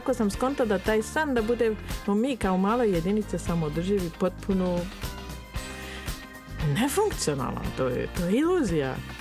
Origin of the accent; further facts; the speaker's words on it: Switzerland; moved away as an adult; now in Boškovići, Serbia; Ja sam odrasla u Švajcarskoj i moj ujak je imao farmu. Ja sam kao dijete bila puno na selu